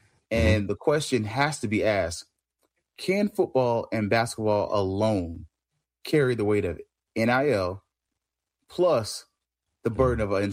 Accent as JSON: {"language": "English", "town": "Tallahassee", "region": "Florida", "country": "United States", "said": "and I'm from Tallahassee."}